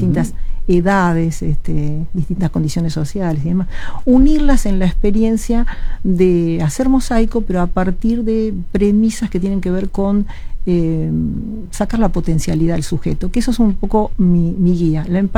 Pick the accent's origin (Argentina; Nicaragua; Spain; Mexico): Argentina; moved away as an adult; also born or lived in Belgrano, Buenos Aires; now in Uruguay; se iba a poner mucho más cruda la situación en mi país.